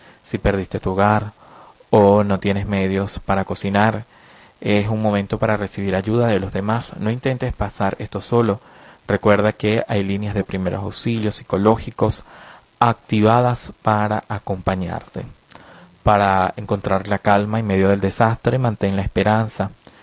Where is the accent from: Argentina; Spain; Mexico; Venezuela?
Venezuela